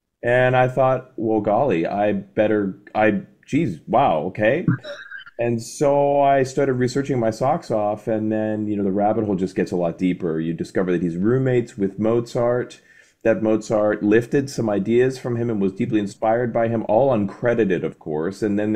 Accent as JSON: {"language": "English", "town": "Boston", "region": "Massachusetts", "country": "United States", "said": "They're really my home orchestra. I'm from Boston."}